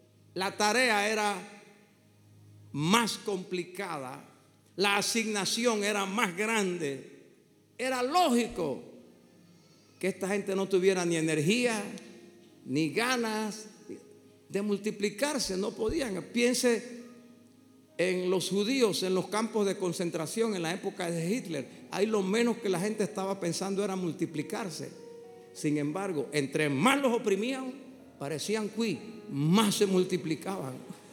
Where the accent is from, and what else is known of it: Panama